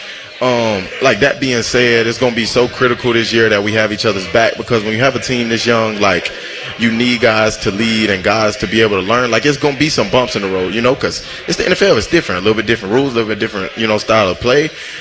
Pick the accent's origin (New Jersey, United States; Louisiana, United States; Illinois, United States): Louisiana, United States; I'm from Louisiana.